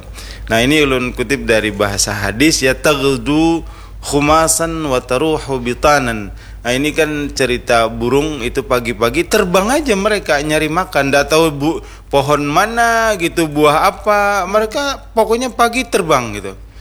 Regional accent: Banjar, South Kalimantan, Indonesia; kita orang Banjar

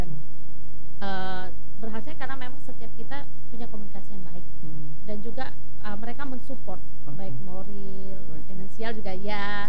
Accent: Batu, East Java, Indonesia; now in Alor, Indonesia; memang betul saya bukan asli Alor. Saya asli dari Kota Batu, dari Kota Malang

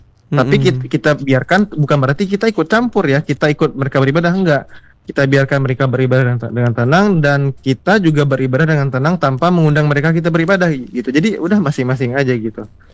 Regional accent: West Sumatra, Indonesia; also born or lived in Bandung; now in Karawang, Indonesia; saya aslinya dari ini, dari Sumatera Barat.

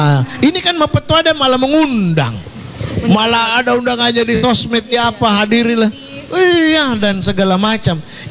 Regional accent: Makassar, South Sulawesi, Indonesia; kalau saya menyebut … tanpa memproklamirkan bahwa saya orang Makassar

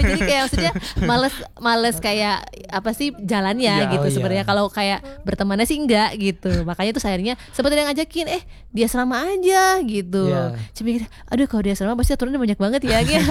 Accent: Bogor, West Java, Indonesia; moved away as an adult; Aku kan juga sebenarnya orang luar. Jadi tuh aku perantau dari Jawa Barat. Dari Bogor waktu itu pertama kali kesini.

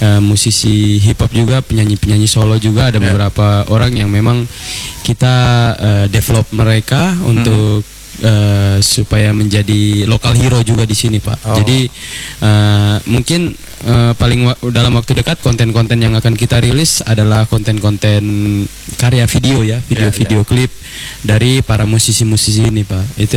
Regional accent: Papua, Indonesia; Kebetulan saya juga OAP, cuman mama saya orang Jawa kan, bapak saya orang Papua.

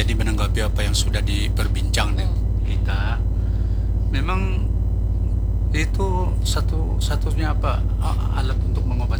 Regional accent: Kalimantan, Indonesia; belum maaf terpaksa berpandir suku Dayak Dea karena saya dari Dayak Dea.

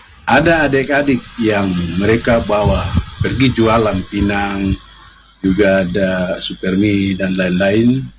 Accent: Papua, Indonesia; Dari itulah akhirnya kami orang Jonggom bisa jadi terang.

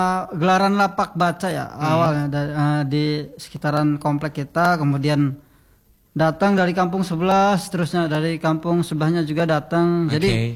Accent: Banten, Indonesia; Aku dari Taktakan kan, kampung komplek Mamur Jaya.

